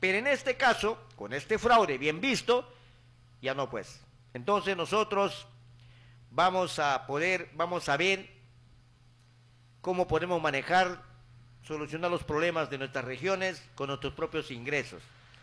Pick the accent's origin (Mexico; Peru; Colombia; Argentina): Peru; mi voto como ciudadano peruano